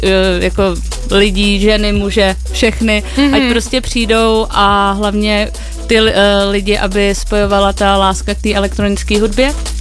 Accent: Prague, Czechia; vlastně to děláme s kámoškou Foxy, jsme z Prahy

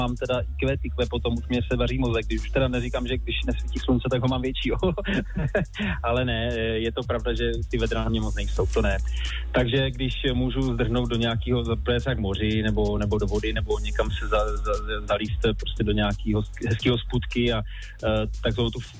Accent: Moravia, Czechia; vzhledem tomu, že jsem z Moravy

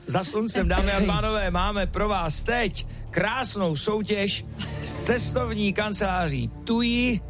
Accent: Beroun, Central Bohemian Region, Czechia; Jak říkám, my jsem z Berouna, je to takový překlad

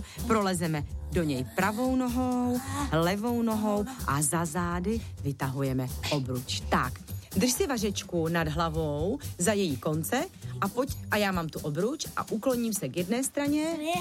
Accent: Kroměříž, Zlín Region, Czechia; Já jsem z Moravy, my tam tramvaj v Kroměříži nikdy neměli.

